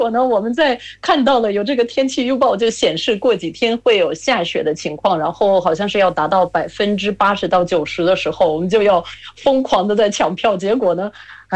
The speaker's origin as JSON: {"language": "Chinese", "country": "Latvia", "tie": "born or raised there", "second_language": "Chinese", "moved": "yes", "said": "在我家乡可能情况也是一模一样的。我知道我们的家乡的那种传统服饰。"}